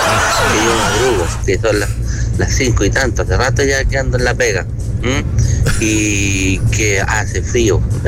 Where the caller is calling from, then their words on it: Coquimbo, Chile; de Coquimbo, de mi tierra, de donde yo soy, ya de mi equipo. Yo soy de Coquimbo